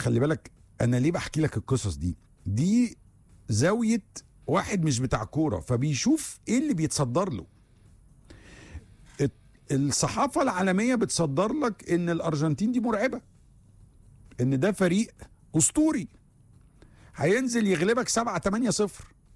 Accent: Egypt; احنا جروب مصري

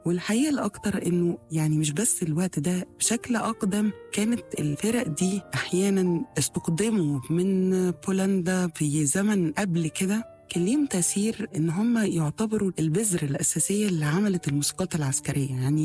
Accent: Egypt; بالنسبة لنا إحنا كمصريين

